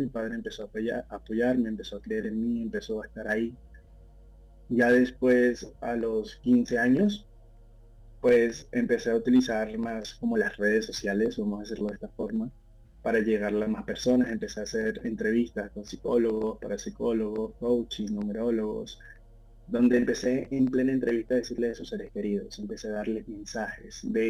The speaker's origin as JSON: {"language": "Spanish", "country": "Venezuela", "also_born_or_lived": "Argentina", "moved": "yes", "lives_now": "Spain", "said": "ya estando soy venezolano, me fui a Argentina, estando en Argentina me fui a España, bien, junto con mi familia"}